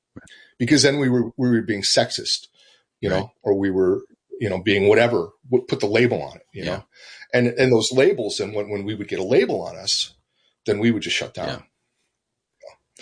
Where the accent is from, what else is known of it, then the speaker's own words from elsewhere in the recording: the South, United States; I thought, in my lifetime, I grew up was born in the Jim Crow South.